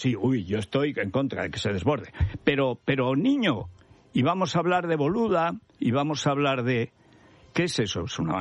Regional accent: Spain

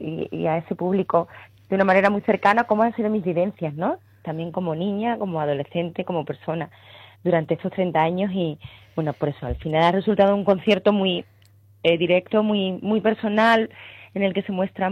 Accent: Seville, Andalusia, Spain; y en Sevilla, concretamente mi tierra, pues se me ha visto pues desde que era una niña, ¿no?

